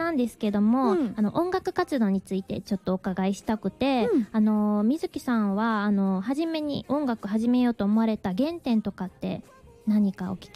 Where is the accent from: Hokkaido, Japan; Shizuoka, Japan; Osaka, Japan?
Osaka, Japan; born there; accent: Kansai dialect; 私も一応大阪生まれで、お母さんは京都なんですけども。